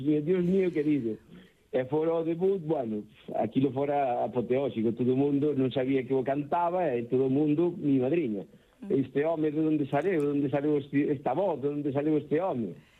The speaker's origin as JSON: {"language": "Galician", "town": "San Andrés de Teixido", "region": "Galicia", "country": "Spain", "tie": "born or raised there", "said": "sempre que facían a festa na miña aldea, lá en San Andrés de Teixido, pois sempre viña un grupo da zona de Ferrol"}